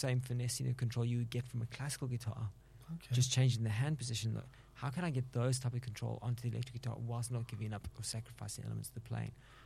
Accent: South Africa; as a South African jazz musician

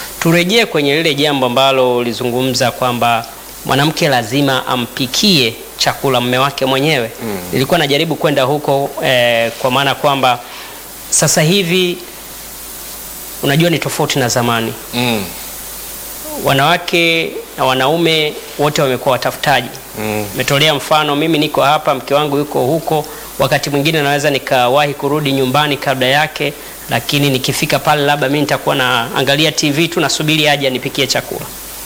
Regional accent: Kigoma, Tanzania; Mimi natoka Kigoma.

